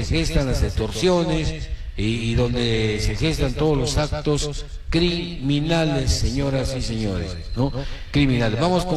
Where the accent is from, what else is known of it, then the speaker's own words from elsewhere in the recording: Cumba district, Amazonas, Peru; Mi tierra, claro que sí.